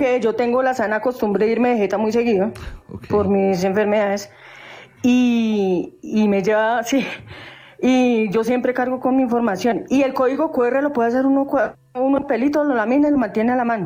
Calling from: Colombia; aquí somos colombianos.

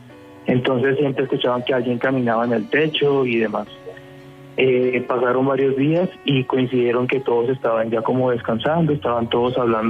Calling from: Caribbean Region, Colombia; yo también soy costeño

